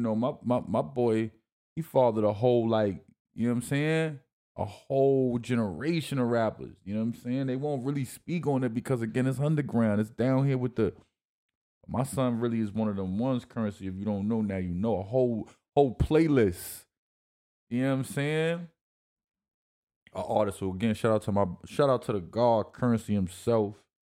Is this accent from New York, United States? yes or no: yes; New York, United States; I'm a New Yorker